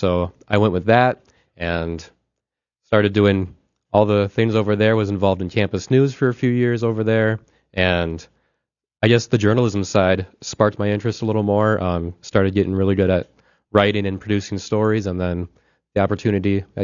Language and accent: English; Bagley, Minnesota, United States; I'm originally from Bagley, Minnesota, over by Bemidji on Highway 2 over there.